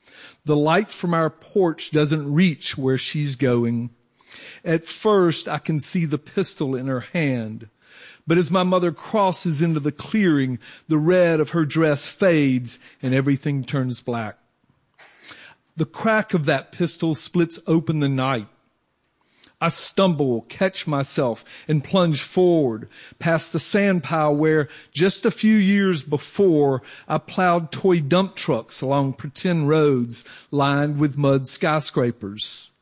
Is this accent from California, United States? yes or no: no; Clinton, Georgia, United States; moved away; we're in Clinton, Georgia, where I grew up.